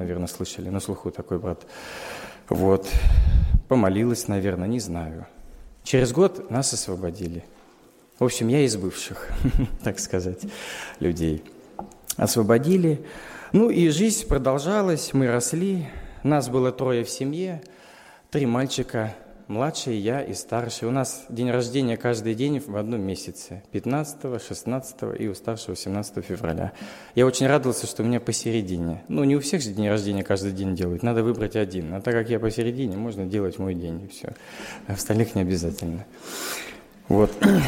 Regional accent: Chelyabinsk, Chelyabinsk Oblast, Russia; born there; Родился я в Челябинске на зоне. У меня мама отбывала очередной срок заключения за свои поступки, очень плохие и грешные.

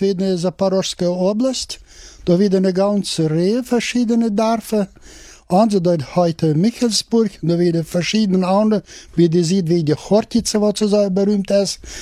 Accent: Latvia; German is a second language; also born or lived in Ukraine; Ja, ich komme aus Lettland.

